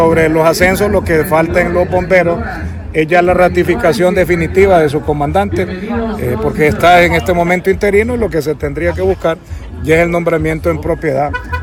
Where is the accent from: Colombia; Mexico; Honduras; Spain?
Honduras